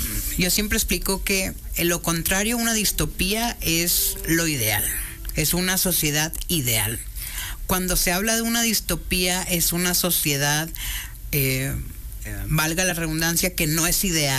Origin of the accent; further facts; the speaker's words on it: Monterrey, Nuevo León, Mexico; ¿Dónde? Soy de Monterrey.